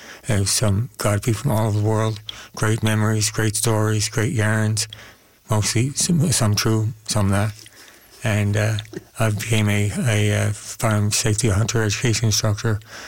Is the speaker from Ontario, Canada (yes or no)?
no; St. John's, Newfoundland and Labrador, Canada; also born or lived in Amherst Cove, Bonavista Bay; I grew up here in St. John's. Yeah. Well, I went to school in St. John's. I grew up out in Amherstville, Bonavista Bay, the heart of the bay.